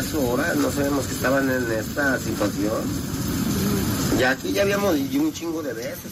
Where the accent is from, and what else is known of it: Guadalajara, Jalisco, Mexico